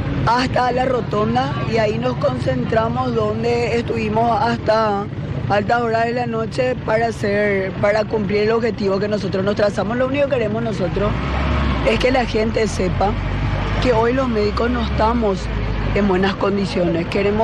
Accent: Paraguay; todos tendríamos lo que merecemos como paraguayos.

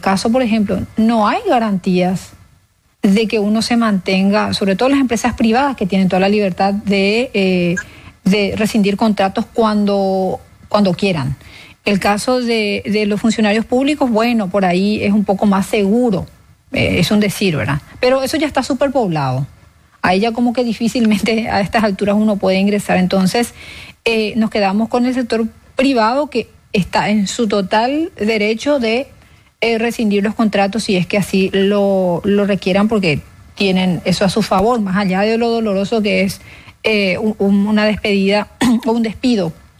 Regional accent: Paraguay; O sea, somos paraguayos, entonces queremos consumir lo que producimos y estamos en nuestro total derecho.

